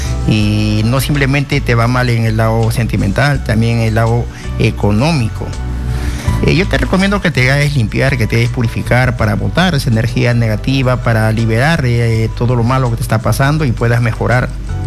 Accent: Puno, Peru; Puno mismo

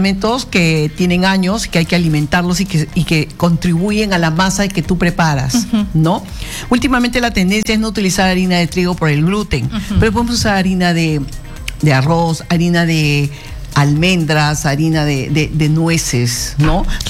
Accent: Pisco, Ica, Peru; Yo soy de Pisco, pues.

